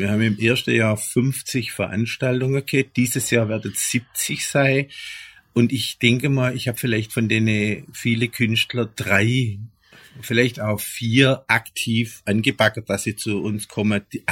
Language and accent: German; Baden-Württemberg, Germany; accent: Swabian